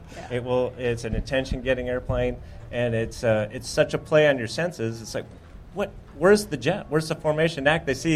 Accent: Minneapolis, Minnesota, United States; also born or lived in North Dakota; now in Phoenix, Arizona, United States; Well, I grew up in the Minneapolis area. Then I went to school in North Dakota. And now I currently live in Phoenix, Arizona. I got tired of being cold.

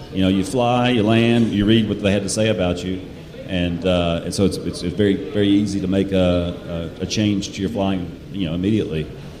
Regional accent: Memphis, Tennessee, United States; Memphis, Tennessee.

